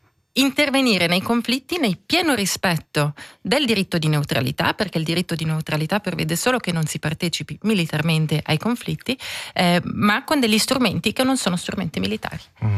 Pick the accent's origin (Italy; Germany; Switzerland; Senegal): Switzerland